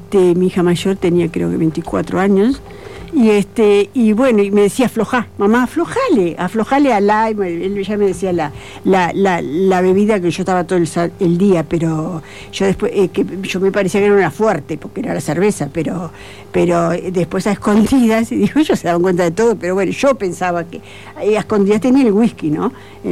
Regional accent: Montevideo, Uruguay; Yo soy de Montevideo.

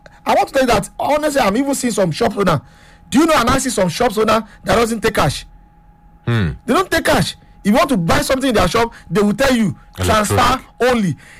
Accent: Nigeria

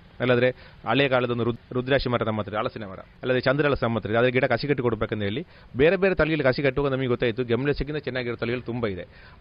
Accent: Karnataka, India; now in Alake Majalu, India; ನನ್ನ ಮನೆ ಹೆಸರು ನಿನ್ನಿಕಲ್ಲು. ಅಲ್ಲ, ಒಂದು ಇಲ್ಲಿನ ಪಕ್ಕದ ವಿಟ್ಲ ರಸ್ತೆಯಲ್ಲಿ ಪಕ್ಕದಲ್ಲಿ ಒಂದು ಊರಿದೆ ನಿನ್ನಿಕಲ್ ಅಂತ ಹೇಳಿ.

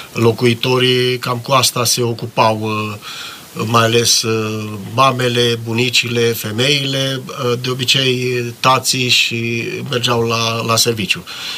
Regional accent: Jucu de Mijloc, Cluj County, Romania; Jucu de Mijloc, satul meu natal, care face parte din comuna Jucu, era preponderent cu legumicultură și alimenta tot Clujul.

